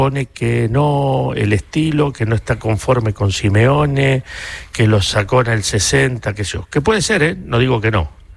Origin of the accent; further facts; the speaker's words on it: Argentina; Y yo como argentino soy un agradecido.